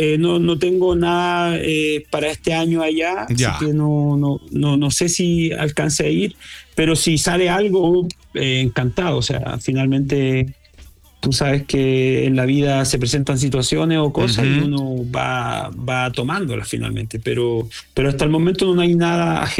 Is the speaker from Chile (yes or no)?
yes; Chile; para nosotros como chilenos, nos sentimos bien orgullosos